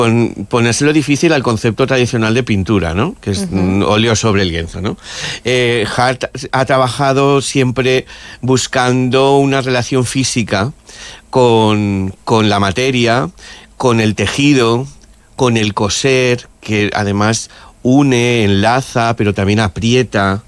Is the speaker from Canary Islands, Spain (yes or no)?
no; Algemesí, Valencian Community, Spain; nosotros somos de Algemesí, que hemos vivido la terrible Dana